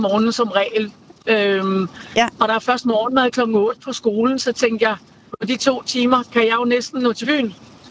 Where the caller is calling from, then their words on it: Ringsted, Zealand, Denmark; Jeg kommer fra Ringsted.